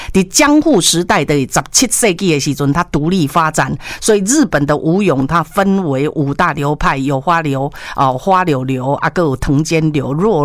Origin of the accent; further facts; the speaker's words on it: Taiwan; 我们台湾人对日本舞比较会注意、熟悉、关注到的